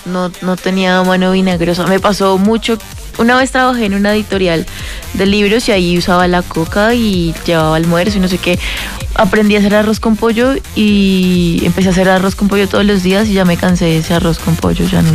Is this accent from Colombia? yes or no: yes; Cúcuta, Norte de Santander, Colombia; Yo soy de Cúcuta.